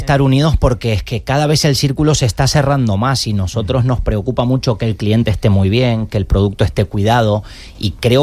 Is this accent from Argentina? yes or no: yes; Mendoza, Argentina; now in Valencia, Spain; Sí, Valencia es muy parecido. Yo soy de Mendoza, Carito es de Córdoba.